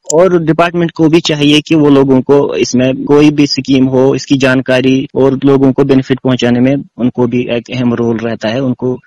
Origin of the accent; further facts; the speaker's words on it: Budgam, Jammu and Kashmir, India; मैं बड़गाम से हूँ।